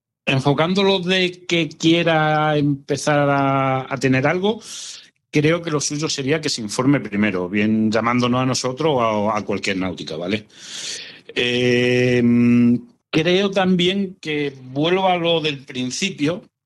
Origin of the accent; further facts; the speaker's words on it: Extremadura, Spain; la zona nuestra de Extremadura